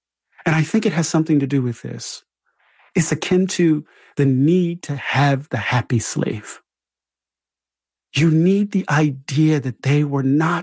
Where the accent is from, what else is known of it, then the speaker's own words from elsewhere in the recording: Mississippi, United States; I'm from Mississippi.